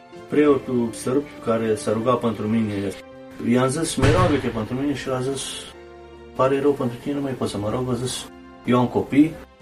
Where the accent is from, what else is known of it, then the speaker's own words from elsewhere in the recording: Kladovo, Bor District, Serbia; now in Vienna, Austria; Vin dintr-o familie creștină, ortodoxă. Așa ni se zice, dar nimeni nu merge la biserică. Vin din Serbia, unde se vorbește românește, Cladova, zice, vis-a-vis de Turnul Severin.